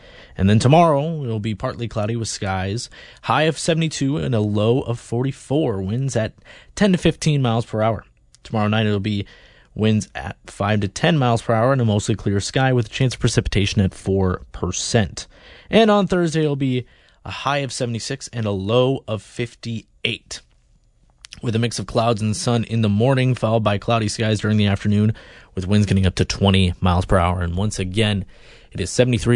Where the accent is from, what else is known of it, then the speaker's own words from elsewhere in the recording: Iowa, United States; Iowa trivia as well, part of my home state